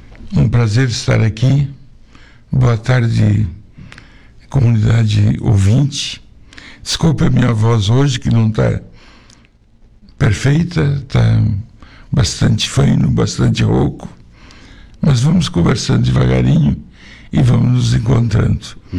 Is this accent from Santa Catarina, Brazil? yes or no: yes; Taió, Santa Catarina, Brazil; born there; moved away; Eu nasci em Taió, numa localidade chamada Ribeirão da Varge, que hoje não tem mais varge, só tem morros.